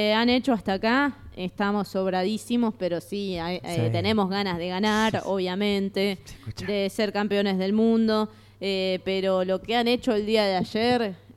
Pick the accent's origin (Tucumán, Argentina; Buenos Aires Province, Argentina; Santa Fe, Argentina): Santa Fe, Argentina; Somos santafesinos